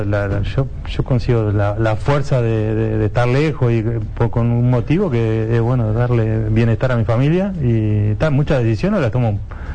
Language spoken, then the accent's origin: Spanish; Uruguay; moved away as an adult; nosotros en el fútbol uruguayo crecemos que te tenés que ir